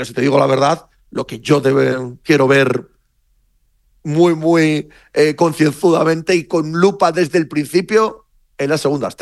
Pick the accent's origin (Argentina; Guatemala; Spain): Spain; También aquí se suma que somos españoles, es decir, que no es lo mismo preguntar esto en España que en Francia o en Italia.